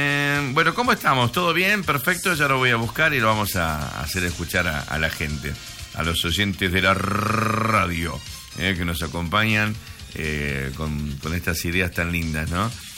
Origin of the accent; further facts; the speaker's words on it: Campo Santo, Salta, Argentina; Comenzamos un grupo lindo de chicos ahí de mi pueblo Camposanto, algunos compañeros de colegio.